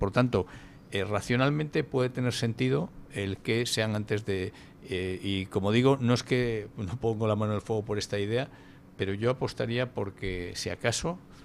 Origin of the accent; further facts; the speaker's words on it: Spain; yo estaba indignado como español, como Ceuta, no vivo en Ceuta, pero me indigna.